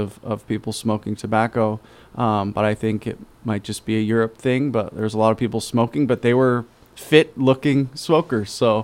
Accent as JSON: {"language": "English", "country": "United States", "tie": "born or raised there", "said": "Growing up in America and just being so used to this American culture"}